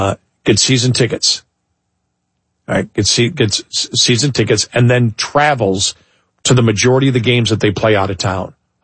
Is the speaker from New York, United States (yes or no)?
yes; Buffalo, New York, United States; I used to go to NBA games when I was a kid, when I grew up in Buffalo